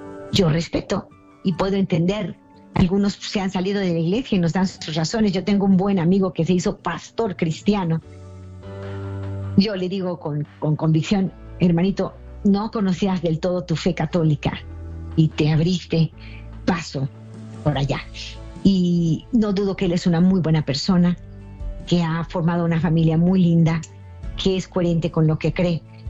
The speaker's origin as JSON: {"language": "Spanish", "country": "Mexico", "said": "el número a marcar en los Estados Unidos, o 3347-376326 en mi país, que es México"}